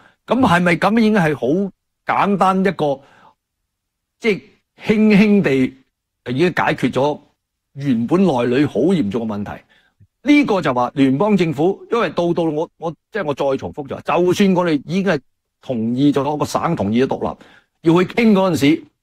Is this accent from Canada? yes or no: yes; Canada